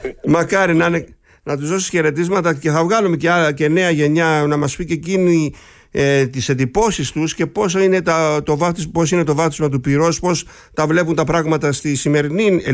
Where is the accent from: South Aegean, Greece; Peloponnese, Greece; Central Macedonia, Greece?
South Aegean, Greece; Kasos; moved away; στο νησί μου, το αγαπημένο το νησί μου, την Κάσο